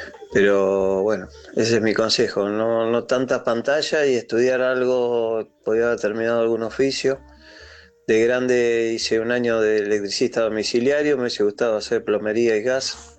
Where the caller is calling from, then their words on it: Francisco Álvarez, Buenos Aires Province, Argentina; 239 de Francisco Álvarez Moreno.